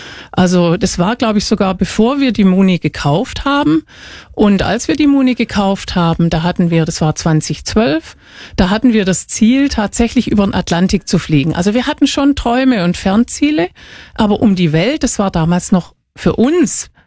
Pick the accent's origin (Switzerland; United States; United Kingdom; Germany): Germany; Walldorf, Baden-Württemberg; Ich komme aus Waldorf, südlich von Heidelberg.